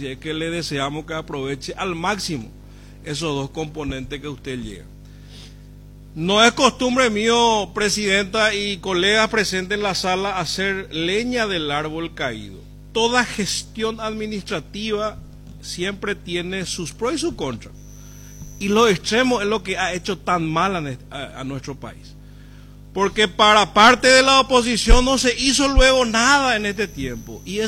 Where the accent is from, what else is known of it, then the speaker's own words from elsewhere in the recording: Paraguay; yo vengo del interior de la República, represento al departamento de Cordillera.